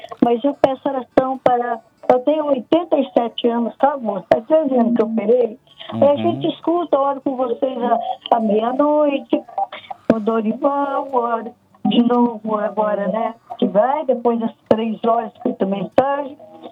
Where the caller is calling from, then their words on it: Londrina, Paraná, Brazil; Eu sou de Londrina, sabe?